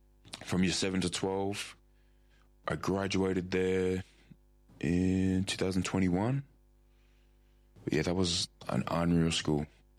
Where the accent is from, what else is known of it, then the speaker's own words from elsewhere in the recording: Mullaloo, Western Australia, Australia; Yeah, I grew up in Mullaloo, like Dunlop. And I've lived there. I still live there now.